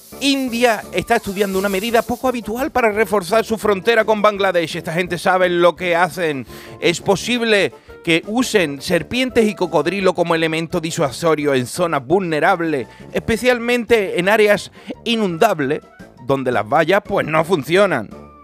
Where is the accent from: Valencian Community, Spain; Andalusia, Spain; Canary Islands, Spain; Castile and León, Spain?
Andalusia, Spain; Cádiz; now in Madrid, Spain; yo soy un emigrante que vine de Cádiz a Madrid. Yo emigré de Cádiz a Madrid.